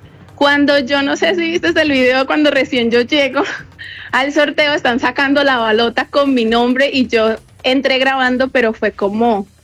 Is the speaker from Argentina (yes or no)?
no; Venezuela; now in Manizales, Colombia; Porque yo soy de Venezuela